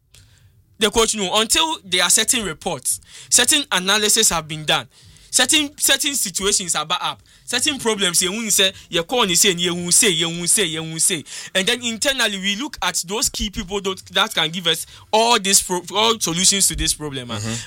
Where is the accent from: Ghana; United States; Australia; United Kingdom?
Ghana; me as a Ghanaian